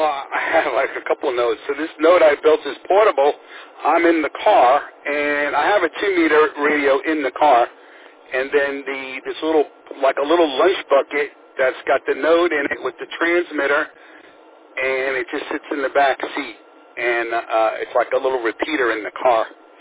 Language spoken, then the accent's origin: English; New York City, New York, United States; moved away; I'm originally from Staten Island, so I guess I'm familiar with all seasons, and I've been down this way quite some time now, but I've acclimated to the heat.